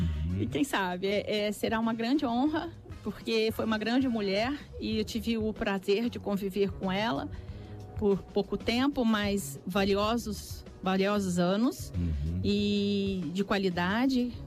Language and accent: Portuguese; Franca, São Paulo, Brazil; Então, com a família, nós somos do interior de São Paulo, de Franca.